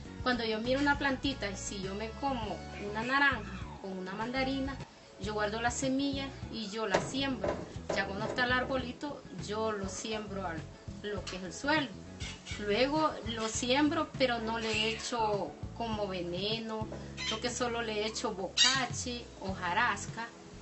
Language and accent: Spanish; Alegría, Usulután, El Salvador; soy de San Juan 1, de Alegría.